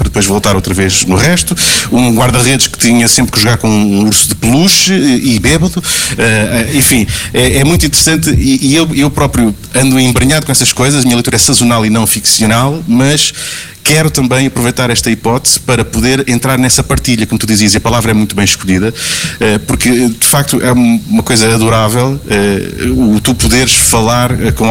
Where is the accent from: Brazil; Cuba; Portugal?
Portugal; Castelo Branco, Centro; Porque eu sou de Castelo Branco. Castelo Branco, quando eu cresci em Castelo Branco, não era exatamente a terra do leite e do mel no que a oferta cultural diz respeito.